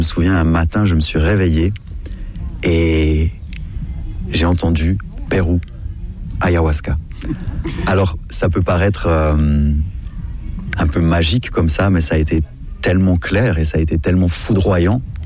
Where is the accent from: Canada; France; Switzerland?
Switzerland; born there; je suis né en Suisse. Ma famille, ils sont quasiment tous des entrepreneurs suisses